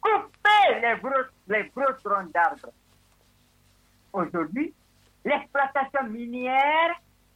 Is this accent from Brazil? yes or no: no; Lola, Nzérékoré Region, Guinea; moi je suis de Lola